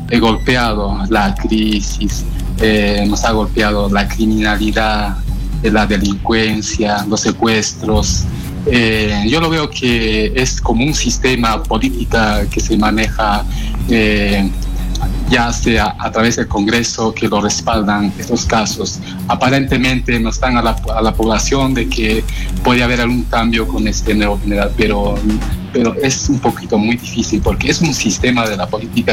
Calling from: Puno, Peru; Llamo desde Puno.

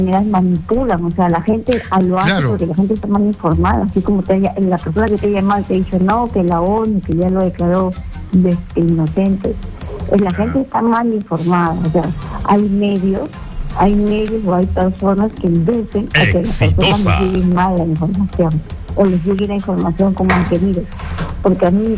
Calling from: Lima, Peru; De la Victoria.

